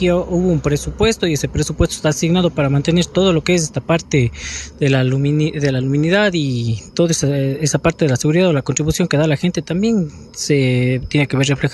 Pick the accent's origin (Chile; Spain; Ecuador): Ecuador; Cuenca, Azuay; yo soy oriundo de Cuenca